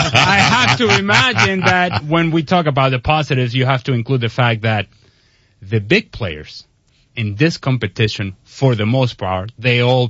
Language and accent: English; Venezuela; And this is at the expense of my home country of Venezuela